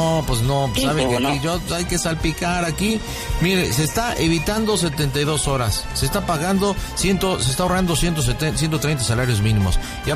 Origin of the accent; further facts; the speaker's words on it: State of Mexico, Mexico; Le doy gracias a Dios no ser poblano y soy del Estado de México, cabrón